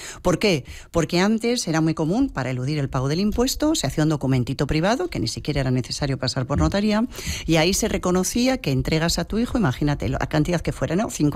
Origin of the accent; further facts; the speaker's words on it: Madrid, Community of Madrid, Spain; Y siempre, siempre en Comunidad Valenciana. Yo soy madrileña, pero mi corazoncito ya está.